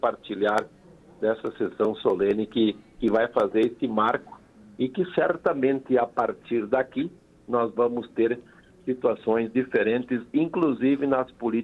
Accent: Santa Cruz do Sul, Rio Grande do Sul, Brazil; onde eu nasci e me criei no interior de Santa Cruz do Sul, no Rio Grande do Sul

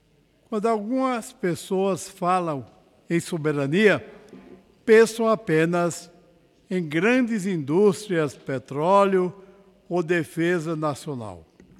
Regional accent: Paraíba, Brazil; E eu digo isso também como paraibano.

